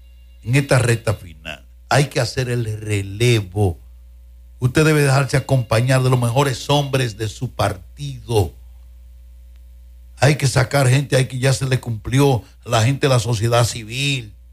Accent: Moca, Espaillat, Dominican Republic

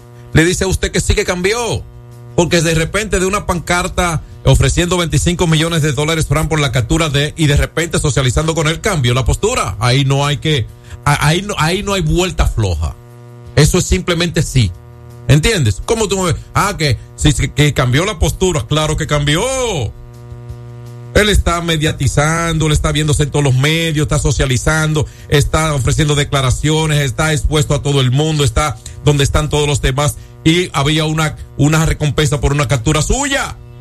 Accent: Dominican Republic; yo me siento bien como dominicano

